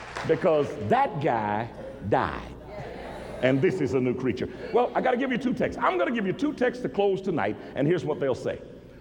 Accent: Mobile, Alabama, United States; moved away; I go back to my hometown. I was born in Mobile, Alabama.

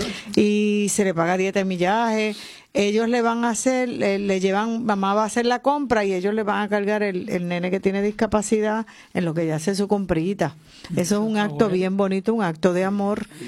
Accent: Aguada, Puerto Rico; Yo mi vida es Aguada. Yo amo ese pueblo. Viví ahí, crecí, tuve necesidad. Vengo de un caserío.

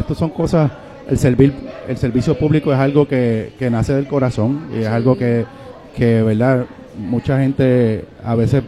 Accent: Barranquitas, Puerto Rico; Yo soy natural de Barranquita y allí está el 4 más grande de Puerto Rico

